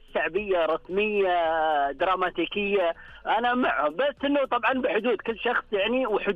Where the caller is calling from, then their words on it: Riyadh, Riyadh Province, Saudi Arabia; من الرياض الحبيبة